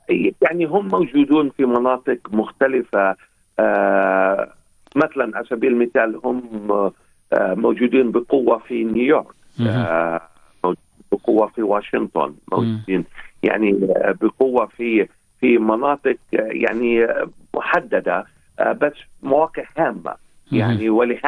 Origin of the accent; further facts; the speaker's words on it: Palestine; now in Iowa, United States; كفلسطينيين أمريكيين